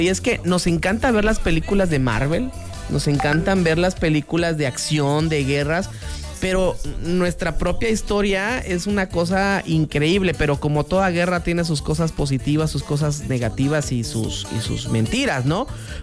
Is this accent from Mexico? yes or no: yes; Chiapas, Mexico; podemos decir los chiapanecos que somos mexicanos por elección.